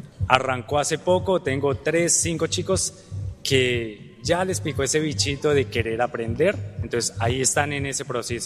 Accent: Bogotá, Colombia; now in Rosario, Argentina; Yo soy de Bogotá, tengo 38 años, llevo en esta disciplina más de 15 años

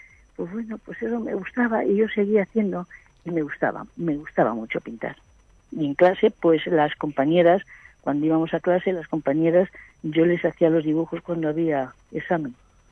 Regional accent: Madrid, Community of Madrid, Spain; Sí, señor, soy de Madrid.

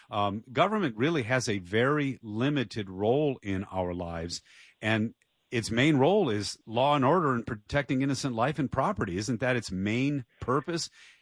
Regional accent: Detroit, Michigan, United States; so I've served in New York City, I've served in South Central LA, and I'm from Detroit.

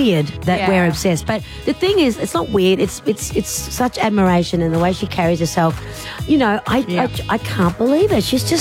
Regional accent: Queensland, Australia; I couldn't wait to get back here. I'm such a Queenslander.

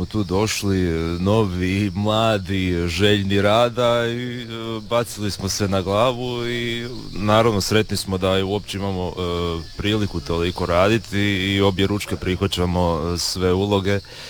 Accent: Slavonia, Croatia; mi vam Slavonci nemamo to bacim se u more.

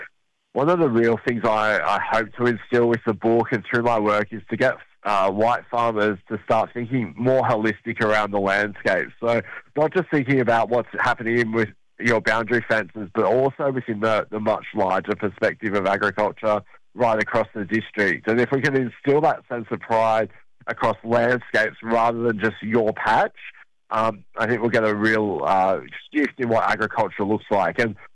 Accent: Boorowa, New South Wales, Australia; a nice little town called Boorowa down on the southwest slopes of New South Wales. I grew up looking at wheat fields and canola fields as far as I could see and seeing sheep run around every paddock and down the main street once a year.

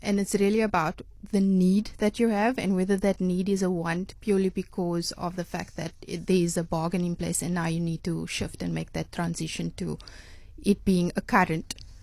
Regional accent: Cape Town, Western Cape, South Africa; I'm from the Cape Flats

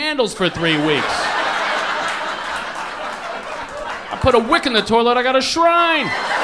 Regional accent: Philadelphia, Pennsylvania, United States; I grew up in Philadelphia. That's a tough neighborhood.

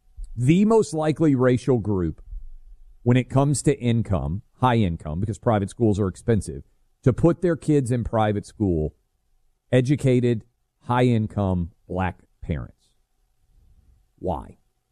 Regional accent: New York City, New York, United States; This is where growing up in New York City

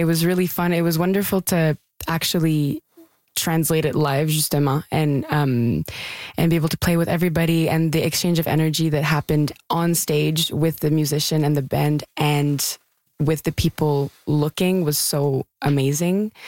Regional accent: Gatineau, Quebec, Canada; now in Montreal, Canada; But also, I mean, Gatineau, growing up in Gatineau was great as a kid. But I think I wanted to expand my horizons a little bit, and Montreal was certainly a place

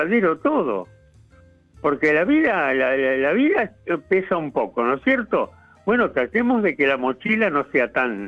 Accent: Tigre, Buenos Aires Province, Argentina; ¿Cómo no? … soy de Tigre.

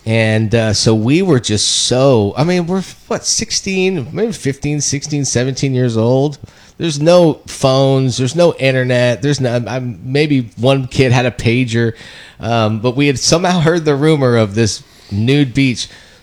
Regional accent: Fresno, California, United States; I grew up over in the San Joaquin Valley, you know, Fresno, Clovis area.

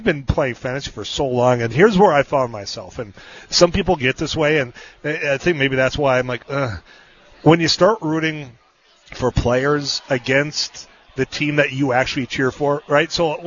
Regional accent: Leeds, Yorkshire and the Humber, United Kingdom; somebody from my hometown of Leeds who participates

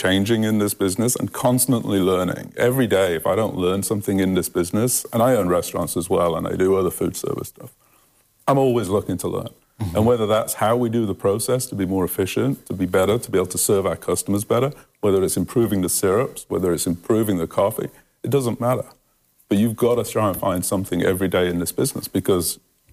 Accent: England, United Kingdom; I'm English.

